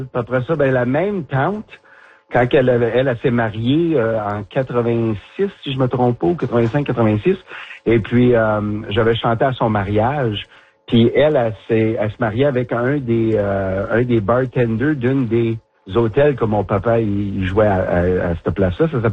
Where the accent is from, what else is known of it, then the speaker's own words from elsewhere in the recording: Smooth Rock Falls, Ontario, Canada; moved away as an adult; now in Ottawa, Canada; Je suis un petit gars du nord de l'Ontario, moi aussi. Je viens de Smooth Rock Falls, Ontario. Alors, pas trop loin de Sudbury. Et puis, j'ai resté là 21 ans